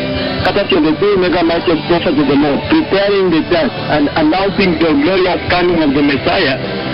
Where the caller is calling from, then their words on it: Kakamega, Kakamega County, Kenya; I'm calling you from Kakamega.